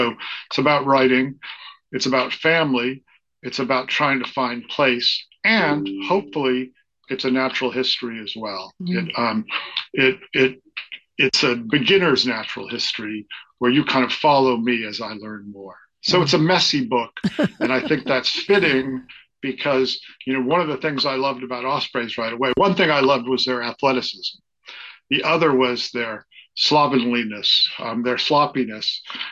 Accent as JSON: {"language": "English", "town": "Worcester", "region": "Massachusetts", "country": "United States", "tie": "born or raised there", "also_born_or_lived": "Boulder, Colorado", "said": "moved back to my real hometown of Worcester and found out I had testicular cancer when I was 30. And I was saved from Worcester by moving to Boulder, Colorado to go to school."}